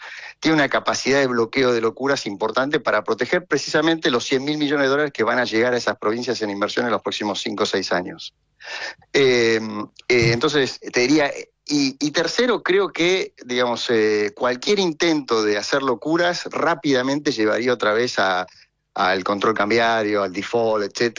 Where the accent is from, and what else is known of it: Argentina